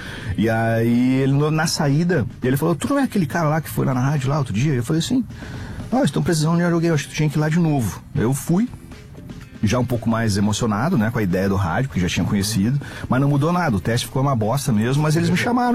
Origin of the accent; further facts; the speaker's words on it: Carazinho, Rio Grande do Sul, Brazil; lá na minha cidade, em Carazinho.